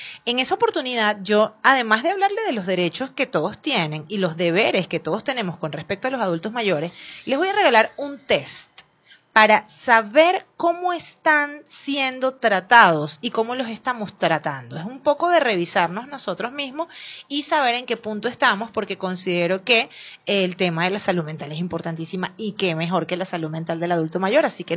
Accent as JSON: {"language": "Spanish", "country": "Venezuela", "said": "no somos los mismos venezolanos."}